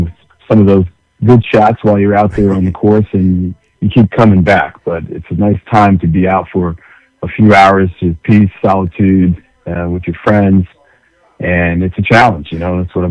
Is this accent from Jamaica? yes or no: yes; Jamaica; also born or lived in United States / Brooklyn, United States; I grew up in Jamaica, born in the U.S., grew up in Jamaica, came back to the States, and went to a school in Brooklyn for 8 years before I went to Penn undergrad.